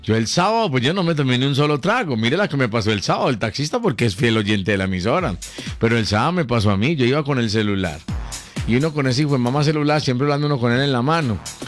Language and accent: Spanish; Colombia; Así somos los colombianos.